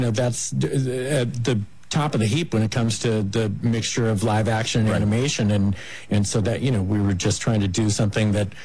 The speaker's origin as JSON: {"language": "English", "town": "Oakland", "region": "California", "country": "United States", "tie": "born there", "said": "I was born in Oakland. My A's have done it too, so it's tough to take, but they're still my team."}